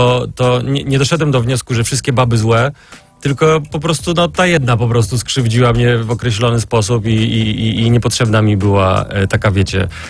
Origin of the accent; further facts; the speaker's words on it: Wałbrzych, Lower Silesian Voivodeship, Poland; No czy teraz jestem, bo jestem z Wałbrzycha w ogóle, jestem bardzo z mniejszego miasta.